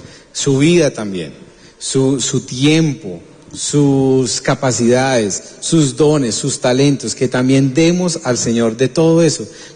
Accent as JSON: {"language": "Spanish", "country": "Colombia", "said": "nosotros como colombianos"}